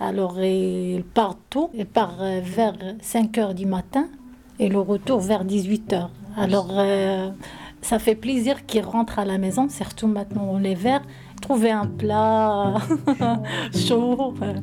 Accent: Morocco; French is a second language; now in Switzerland; Je suis une Marocaine, mariée à Gruyère, j'ai 3 enfants.

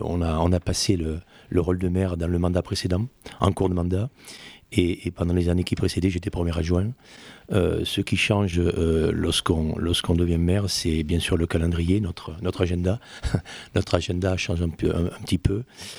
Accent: Cahuzac-sur-Vère, Occitanie, France; je suis né à Cahuzac-sur-Vair, donc j'y suis depuis 56 ans.

